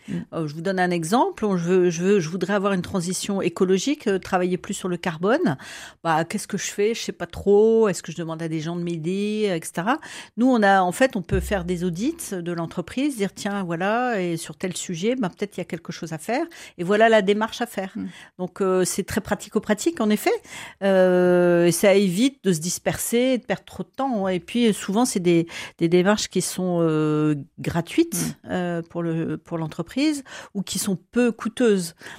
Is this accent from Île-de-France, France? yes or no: no; Lille, Hauts-de-France, France; je suis une pure ch'ti, hein, je suis lilloise depuis X générations.